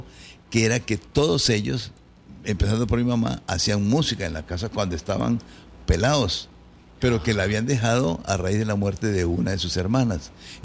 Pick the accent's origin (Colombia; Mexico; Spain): Colombia; Villavicencio, Meta; moved away as an adult; also born or lived in Bogotá; viajé de retorno a Villavicencio, que es mi ciudad natal